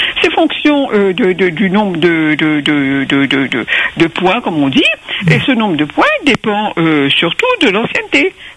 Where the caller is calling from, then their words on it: Réunion; ici à La Réunion